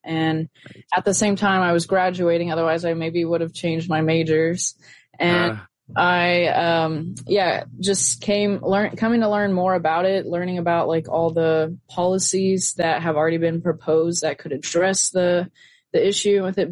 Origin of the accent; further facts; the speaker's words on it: Indiana, United States; So I'm originally from Indiana